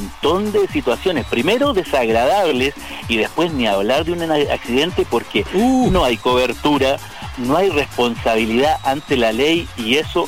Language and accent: Spanish; Chile; Yo no soy de Penco, yo soy de Chile.